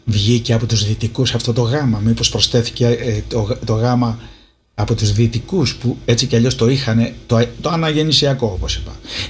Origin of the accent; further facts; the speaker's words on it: Greece; δεν είμαι από εδώ, δεν είμαι Γερμανός, εγώ είμαι Έλληνας.